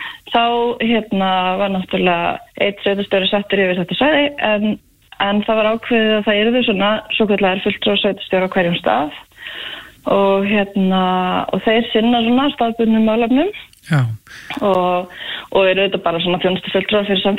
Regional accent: Hella, Southern Region, Iceland; Ég er sunnlendingur, ég er uppalinn á Helli. Já. Flutti hingað 2018.

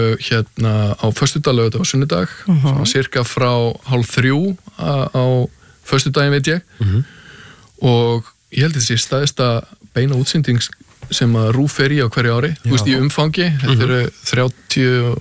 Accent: Hafnarfjörður, Capital Region, Iceland; ég ólst upp í Hafnarfirðinum að golfklúbbur Keili bara byrjaði þar 7-8 ára gamall.

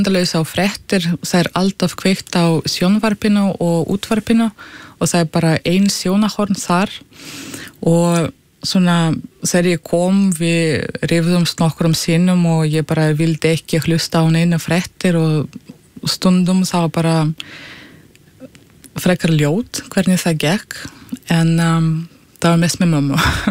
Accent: Russia; Icelandic is a second language; now in Iceland; Ég flutti sem sagt frá Rússlandi 2012 og í fyrra þegar ég fór að skrifa þessa bók það var svona fyrsta skipti þegar ég kom til Rússlands í svo langan tíma.

